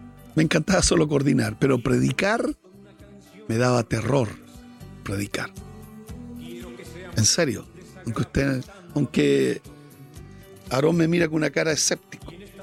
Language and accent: Spanish; Coronel, Biobío, Chile; moved away; Rojas, Maule. Mi tierra, hace tiempo que no voy a mi tierra.